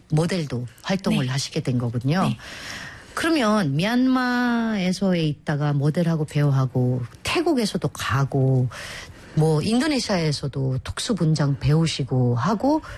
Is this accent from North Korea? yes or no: no; Philippines; Korean is a second language; 아무튼 제가 필리핀에서 왔던 거이다 보니까